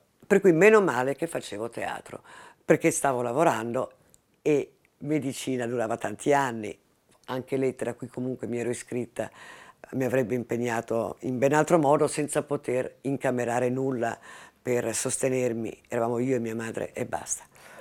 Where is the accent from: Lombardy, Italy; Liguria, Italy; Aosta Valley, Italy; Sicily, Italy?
Liguria, Italy; Genoa; E io mi sono inventata, essendo genovese, una trasmissione con un fil rouge di cantautori genovesi